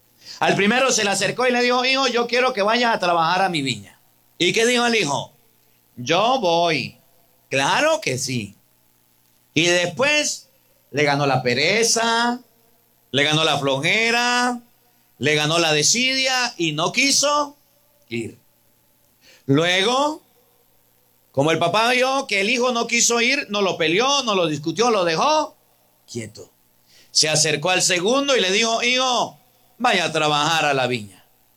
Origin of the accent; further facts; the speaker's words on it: Venezuela; vengo de Venezuela a compartir con ustedes.